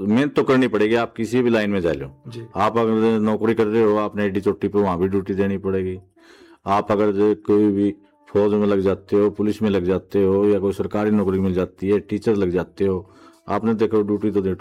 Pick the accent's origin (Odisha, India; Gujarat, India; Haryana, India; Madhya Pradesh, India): Haryana, India; ग्वांड 5 गांव तो हमारे होएगे, फिरदपुर, किनाड़ा, कंडूल, खैरी, पाबड़ा, साथ में नैला लगता है